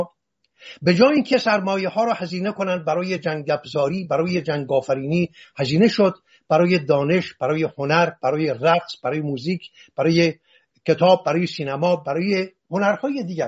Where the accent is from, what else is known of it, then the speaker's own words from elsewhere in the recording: Iran; صدور انقلابشان این شد که من ایرانی در هر کجای جهان که باشم شرمسار باشم از این که بگویم من ایرانیم.